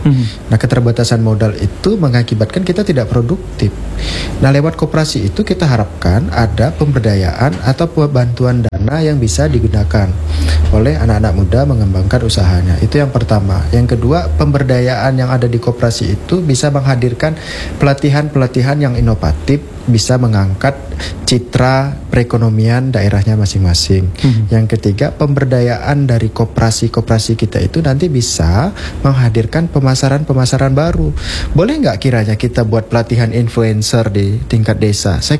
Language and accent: Indonesian; West Kalimantan, Indonesia; Di kampung saya di pedalaman Kabupaten Melawi sana, saya berpikir karena air kita jernih, bagus